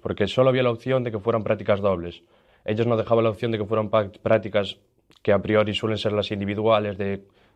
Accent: Betanzos, Galicia, Spain; yo tenía mi autoescuela en Betanzos, yo soy de Betanzos

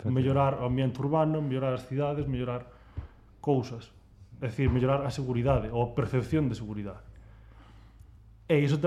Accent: Laxe, Galicia, Spain; Eu son de Laxe.

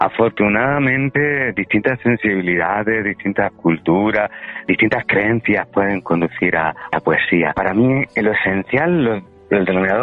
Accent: Granada, Andalusia, Spain; soy granadino

